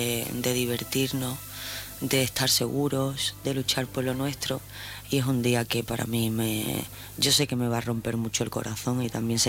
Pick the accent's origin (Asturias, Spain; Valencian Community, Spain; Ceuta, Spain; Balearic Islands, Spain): Ceuta, Spain